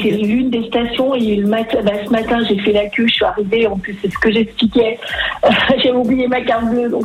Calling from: Saint-Étienne, Auvergne-Rhône-Alpes, France; Alors, moi, j'habite à Saint-Etienne.

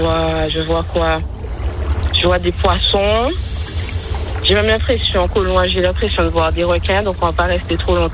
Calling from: Pointe-à-Pitre, Guadeloupe; Là, en ce moment, je suis au Pointe-à-Pitre.

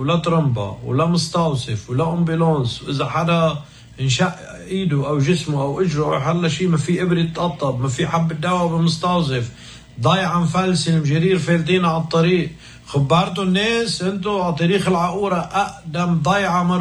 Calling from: Aqoura, Mount Lebanon, Lebanon

